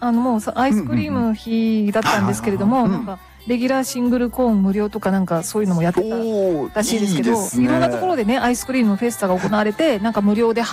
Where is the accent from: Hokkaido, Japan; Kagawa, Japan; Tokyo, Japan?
Kagawa, Japan; 実は私地元の香川県にいる頃にですね、サーティワンで、うん、バイトしてたことがあるんですけど